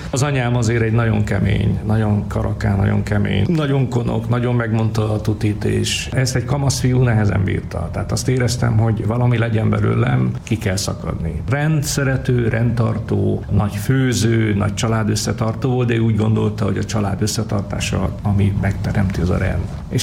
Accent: Gödöllő, Pest, Hungary; also born or lived in Kartal / Aszód; now in Debrecen, Hungary; én azért születtem Gödöllő, mert ott építkeztek édesapámék, és így nem Kartalon, hanem ugyanabban a 15 kilométeres körzetben, ugye édesanyám aszódi, tehát nekem galgamentiek a gyökereim, ott nőttem föl.

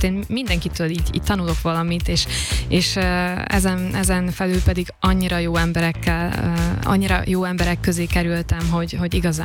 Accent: Serbia; now in Switzerland; akkor már Svájcban éltünk, és akkor nézegettem Svájcban is, hát Szerbiában is, hogy onnan származom

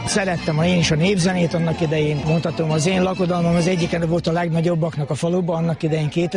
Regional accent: Vrbica, Vojvodina, Serbia; born there; itt helyben születtem

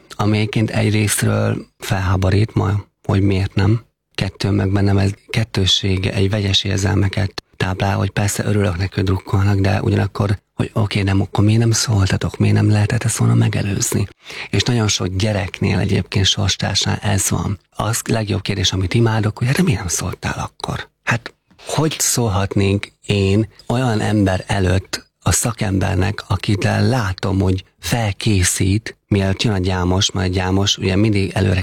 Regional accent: Heves, Hungary; moved away; Én Heves megyében nőttem föl.

